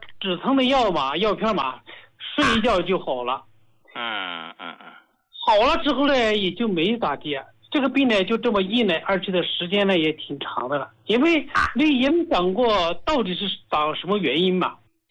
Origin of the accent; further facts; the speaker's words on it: Hubei, China; 我是胡家老膏的受益者啊，我是湖北人，